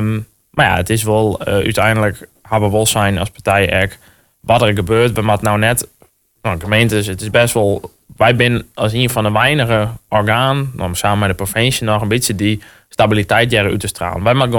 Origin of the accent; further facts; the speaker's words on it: Tytsjerk, Friesland, Netherlands; Werd wel het tietserk. Dat is het waar ik opgegroeid ben.